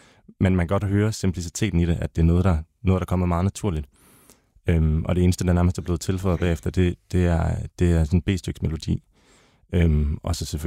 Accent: Slettestrand, North Denmark Region, Denmark; Altså både mig og Jon er vokset op ude på landet. Jeg er vokset op ved Slettestrand, ved, helt op ved Nordvestjylland.

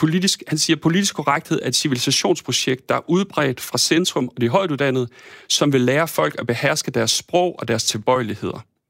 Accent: North Denmark Region, Denmark; Jeg kommer fra Thy oprindeligt, og har jo stadig min familie deroppe og kommer jævnligt derud eller derop eller derhen.

